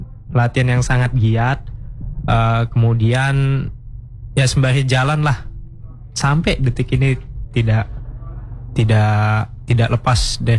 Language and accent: Indonesian; Papua, Indonesia; tinggalnya di Papua sana.